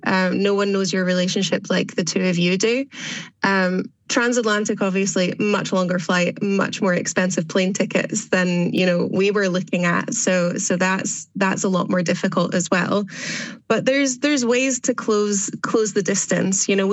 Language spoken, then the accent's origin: English; Scotland, United Kingdom; I'm Scottish.